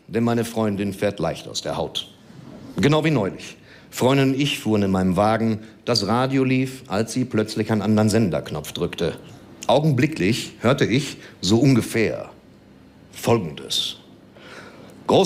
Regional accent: Dortmund, North Rhine-Westphalia, Germany; Ich komme ja aus Dortmund.

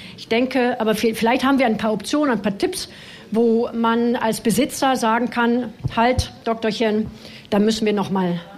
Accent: France; moved away; ich bin Französin

